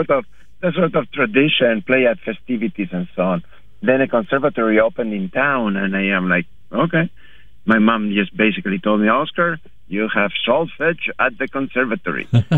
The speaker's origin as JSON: {"language": "English", "town": "Leioa", "region": "Basque Country", "country": "Spain", "tie": "born or raised there", "also_born_or_lived": "Bilbao", "moved": "as an adult", "lives_now": "United States", "said": "I was born in Bilbao, I should say, in the north of Spain."}